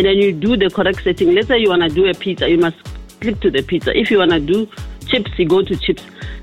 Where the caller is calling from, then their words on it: Mabopane, Gauteng, South Africa; From Mabopane.